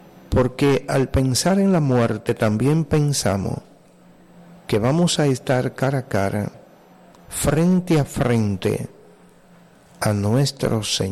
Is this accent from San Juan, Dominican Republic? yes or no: no; Jamao al Norte, Espaillat, Dominican Republic; nosotros, el pueblo de Jamao al norte, mi pueblo